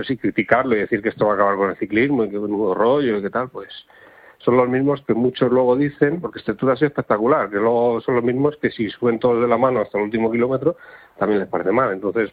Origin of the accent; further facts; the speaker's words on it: Segovia, Castile and León, Spain; es de mi tierra, de Segovia